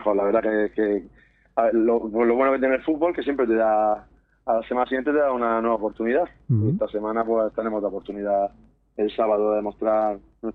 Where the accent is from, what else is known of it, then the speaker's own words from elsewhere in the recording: Aguadulce, Andalusia, Spain; Yo soy de Agua Dulce toda la vida. Yo jugué en Agua Dulce cuando era un niño